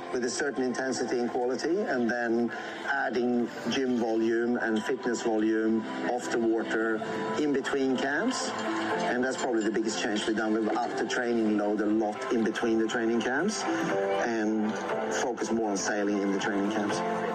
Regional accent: Sweden; moved away as an adult; also born or lived in Western Australia; now in Sydney, Australia; I'm from Sweden originally, and I've lived in WA since 2013

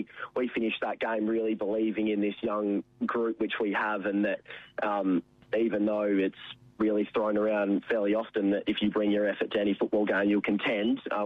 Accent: Karratha, Western Australia, Australia; also born or lived in Perth; So I'm from Karratha. The old boy had a job up there for a few years. So I grew up up there in the heat playing for the Karratha Cats, which are blue and white as well. And then came down to boarding school at Christchurch Grammar

